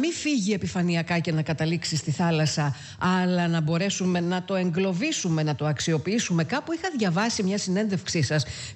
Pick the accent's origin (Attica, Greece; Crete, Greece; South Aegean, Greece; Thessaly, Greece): Crete, Greece; μου θυμίζει όταν ήμουν μικρή στην Κρήτη, στο χωριό του μπαμπά μου